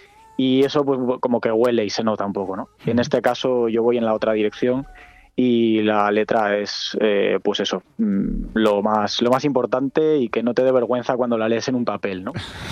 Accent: Santander, Cantabria, Spain; Sí, yo soy de allí, soy de Santander, soy cantautor.

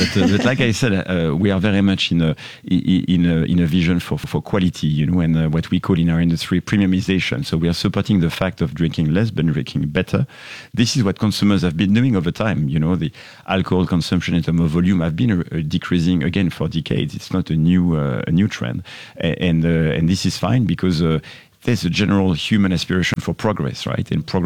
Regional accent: France; accent: French; English is a second language; as you gathered from my accent already, I'm French, so I have a particular touch for champagne.

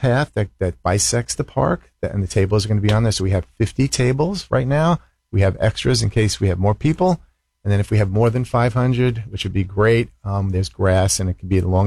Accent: New York City, New York, United States; also born or lived in Jericho, Long Island; now in Stamford, Connecticut, United States; I grew up in Bayside in Queens.

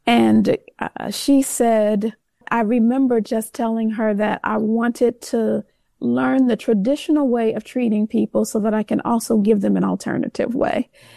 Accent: Gary, Indiana, United States; born or raised there

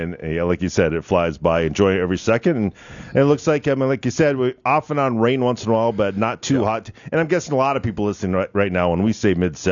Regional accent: Barnesville, United States; A lot of people have moved into my hometown of Barnesville, right? A lot of new young couples from all over.

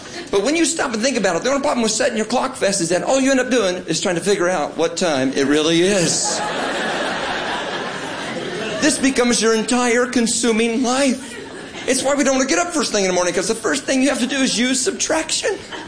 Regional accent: Indiana, United States; Of course, I didn't just grow up in any place in Indiana. I grew up in Central Indiana.

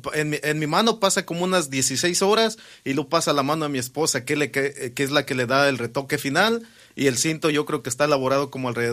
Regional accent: San José de Tateposco, Jalisco, Mexico; Soy de Jalisco, de un pueblito que se llama San José de Tateposco, municipio de Cocula.

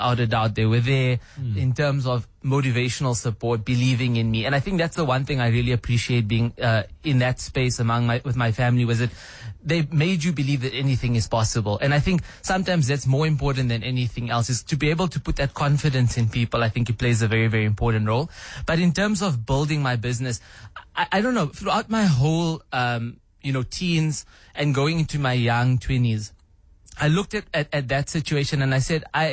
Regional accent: Klerksdorp, North West, South Africa; I was brought up in the Northwest, small little town called Klerksdorp. Now it's no longer that small.

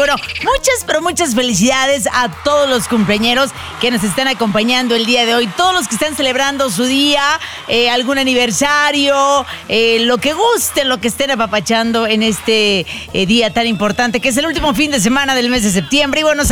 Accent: Mazatlán, Sinaloa, Mexico; Llega desde mi tierra, Mazatlán, Sinaloa

